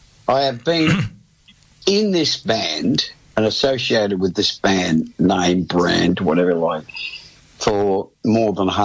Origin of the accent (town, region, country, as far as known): Australia